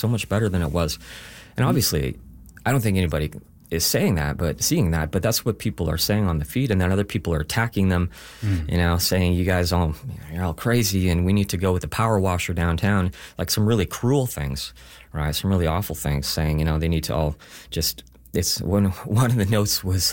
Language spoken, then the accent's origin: English; Canada; I think when you live here, you, as a Canadian, you have certain beliefs and values